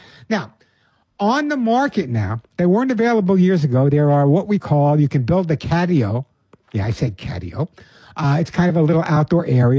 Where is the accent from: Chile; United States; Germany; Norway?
United States; Long Island, New York; I grew up on Long Island. I know you can't tell. I grew up on Long Island, and basically all my friends in the neighbor had dogs.